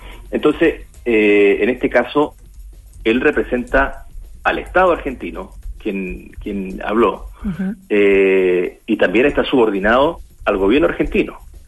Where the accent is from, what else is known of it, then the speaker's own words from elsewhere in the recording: Magallanes and Chilean Antarctica, Chile; como magallánico, como chileno